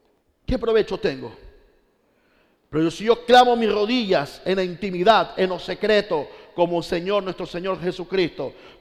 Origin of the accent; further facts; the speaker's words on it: Ecuador; yo puedo tener derecho de pedirle a Dios orando, Señor, sana mi tierra, bendice al Ecuador.